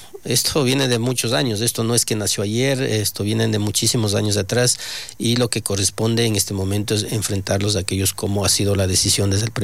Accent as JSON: {"language": "Spanish", "country": "Ecuador", "said": "como ecuatorianos, que como gobierno nacional podemos o tenemos la obligación de reforzar en cuanto al tema de control de frontera."}